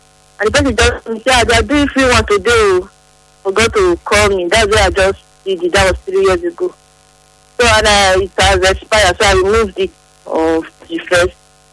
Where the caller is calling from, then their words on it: Nigeria; from Urura.